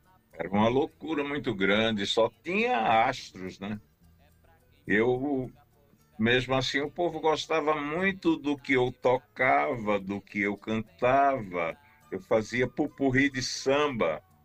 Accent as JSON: {"language": "Portuguese", "town": "Recife", "region": "Pernambuco", "country": "Brazil", "tie": "born or raised there", "moved": "yes", "lives_now": "São Paulo, Brazil", "said": "Sou oriundo de Recife. Meu QG é São Paulo, né?"}